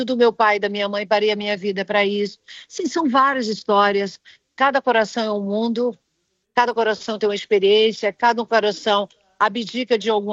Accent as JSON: {"language": "Portuguese", "region": "Rio de Janeiro", "country": "Brazil", "said": "o Rio de Janeiro, então, que eu venho da cidade do Rio de Janeiro, é um desrespeito tremendo, sabe?"}